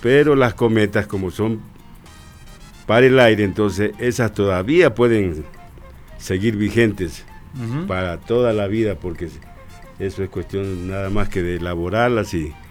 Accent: Machala, El Oro, Ecuador; now in Quito, Ecuador; yo soy nacido aquí en Quito, pero me crié en Machala.

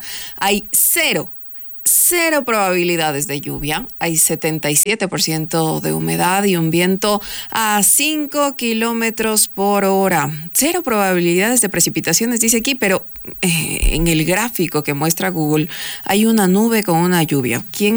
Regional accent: Quito, Pichincha, Ecuador

